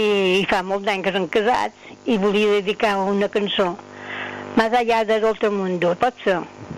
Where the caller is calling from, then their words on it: Balearic Islands, Spain; Hola, bon dia